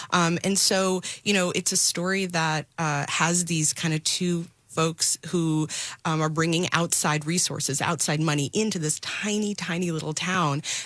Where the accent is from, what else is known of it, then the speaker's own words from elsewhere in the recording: Nashville, Tennessee, United States; Yeah, I'm from Nashville, so this is, you know, an hour and a half away.